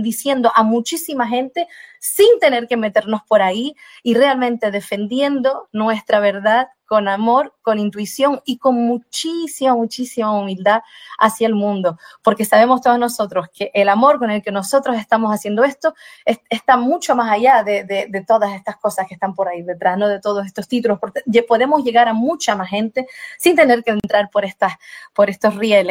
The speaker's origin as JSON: {"language": "Spanish", "country": "Brazil"}